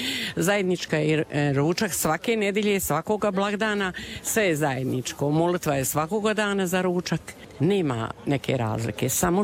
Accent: Solin, Split-Dalmatia County, Croatia; Da, iz Solina sam. Imam i godina, kao što vidite.

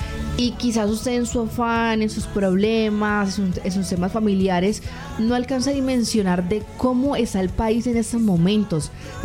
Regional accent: Colombia; logremos estar unidos como colombianos

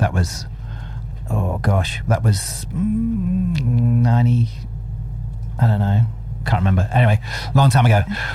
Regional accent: Nottingham, East Midlands, United Kingdom; moved away as an adult; also born or lived in Scunthorpe; I'm from Nottingham.

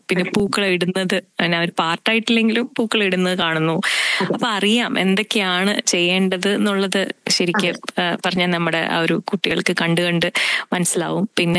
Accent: Thiruvananthapuram, Kerala, India; ഞാൻ ട്രിവാൻഡ്രത്തിൽ നിന്നാണ്, അപ്പൊ അവിടെ അങ്ങനെയൊക്കെയാണ്.

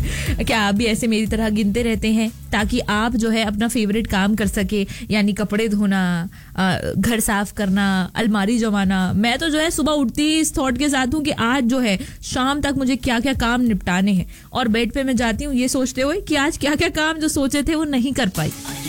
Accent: Bhopal, Madhya Pradesh, India; जैसे कि आपको पता है कि मैं भोपाल से हूँ, एंड अगर आप अपना शहर स्क्रीन पे देख लो तो आपकी आंखों से आंसू आ ही जाते हैं।

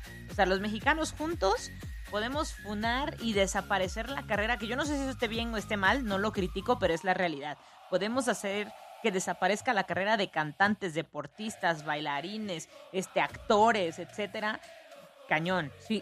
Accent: Mexico; este mundial sirvió justo para eso, para refrendar nuestra hermandad como mexicanos.

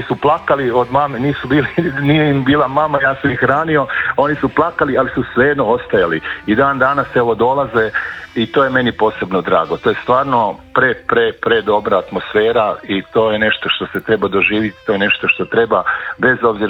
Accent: Jasenovac, Sisak-Moslavina County, Croatia; Ja moram reći da sam rođen u Jasenovcu i pa sam onda vuko stalno na Posavinu, to sve dok nisam došao do Jasenovca. Tamo sam kao mali, ono, i odrasto normalno uz baku, dedu

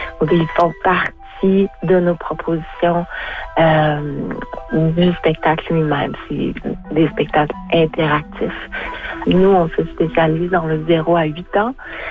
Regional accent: Sept-Îles, Quebec, Canada; now in Vancouver, Canada; Je suis née à Sept-Îles.

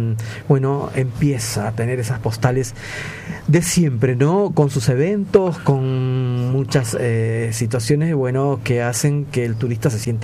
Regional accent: Peru; Del Perú.

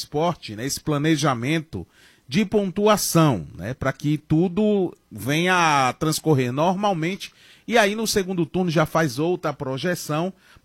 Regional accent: Brazil; assim como nós brasileiros

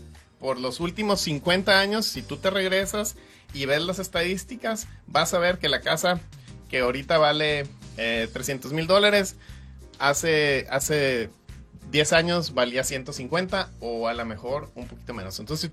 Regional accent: Mexico; now in United States; En mi país, yo vengo de México

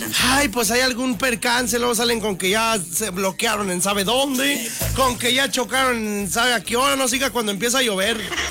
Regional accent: Mexico

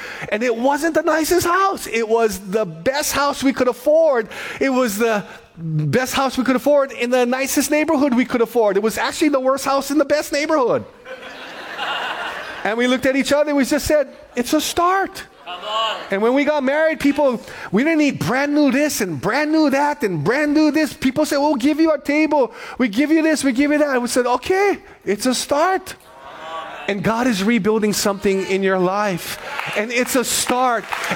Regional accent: Kalihi, Hawaii, United States; So we grew up in Kalihi. We lived in Kalihi.

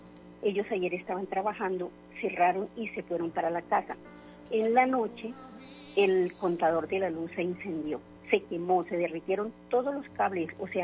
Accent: Villeta, Cundinamarca, Colombia; Yo soy de Villeta.

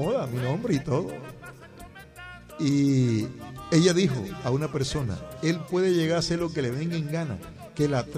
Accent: Chiriguaná, Cesar, Colombia; Amo mi universidad y después de mi tierra, Chiriguaná César, amo con toda mi alma, Dios lo sabe, a Barranquilla.

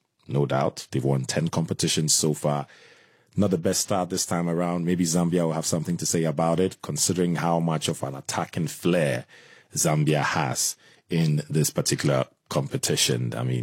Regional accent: Ghana; As long as you mentioned Ghana, I'm Ghanaian. I'm cool with that.

